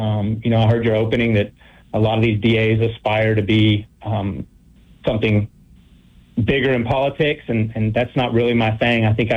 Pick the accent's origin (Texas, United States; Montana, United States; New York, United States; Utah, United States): Texas, United States; Conroe; now in Fort Bend County, United States; When I was probably 8 or 9 years old, I grew up in Montgomery County in Conroe, Texas.